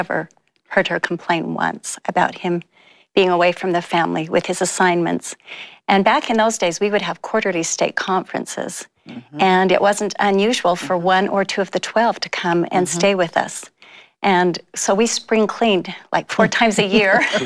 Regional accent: St. Anthony, Idaho, United States; I was born and raised in St. Anthony, Idaho, small little community.

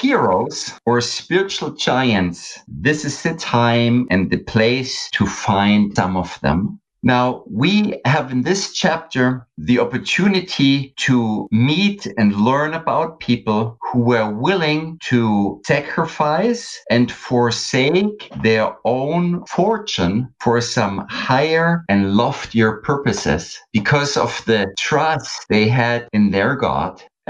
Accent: West Germany, Germany; Ray, you might know that I'm from the West.

